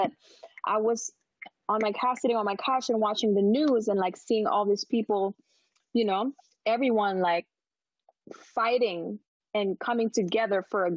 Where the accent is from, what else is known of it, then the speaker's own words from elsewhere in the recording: Philippines; moved away; growing up in the Philippines, being a Black girl, being different